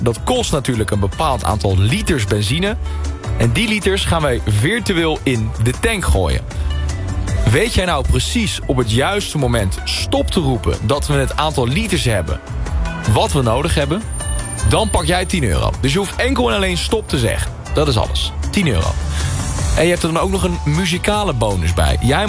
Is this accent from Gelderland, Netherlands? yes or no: no; Rotterdam, South Holland, Netherlands; Laat nou net zo zijn dat ik uit Rotterdam kom.